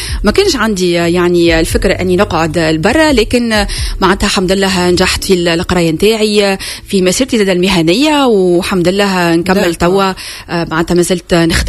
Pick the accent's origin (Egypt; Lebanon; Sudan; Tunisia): Tunisia; moved away as an adult; now in Paris, France; بالنسبة لينا تونس هي كيما العائلة، يعني احنا عنا مسؤولية حول عائلتنا كيف عنا مسؤولية حول بلادنا تونس.